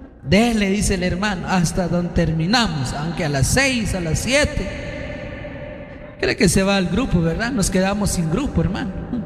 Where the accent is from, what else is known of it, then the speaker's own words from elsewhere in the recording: Chichicastenango, Quiché, Guatemala; Somos de Chichicastenango.